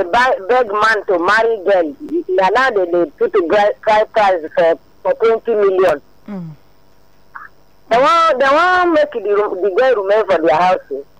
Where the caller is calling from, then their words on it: Ogun, Nigeria; I'm calling from Ogun State.